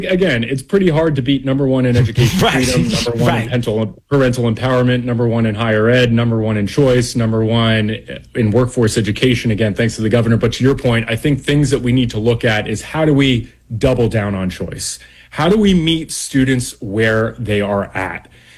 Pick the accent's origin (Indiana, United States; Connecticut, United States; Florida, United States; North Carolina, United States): Florida, United States; coming home to my home state